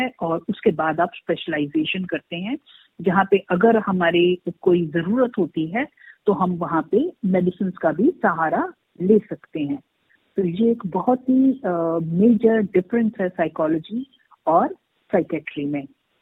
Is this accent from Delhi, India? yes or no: yes; Delhi, India; और मैं दिल्ली से हूँ।